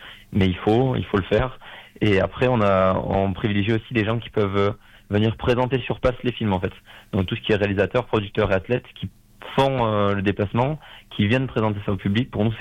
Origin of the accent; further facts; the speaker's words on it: Bagnères-de-Bigorre, Occitanie, France; On est natifs de Bagnères tous les trois.